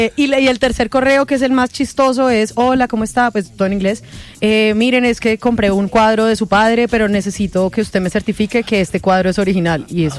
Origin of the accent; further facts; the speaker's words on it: Cali, Valle del Cauca, Colombia; now in Bogotá, Colombia; No, yo soy caleña.